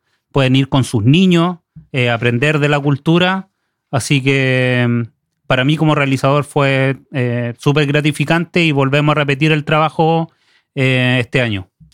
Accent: Santiago, Santiago Metropolitan Region, Chile

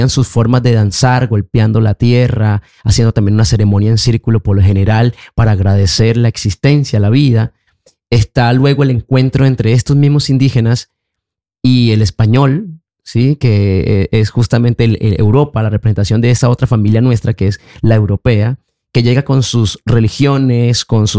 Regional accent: Barrancabermeja, Santander, Colombia; born there; mi familia es muy campesina, justamente de la ribera del río Magdalena. Yo nací en Barranca Bermeja, Santander, de toda una familia caribe.

